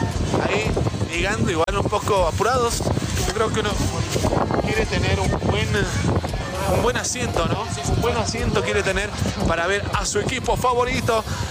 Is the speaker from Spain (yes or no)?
no; Bolivia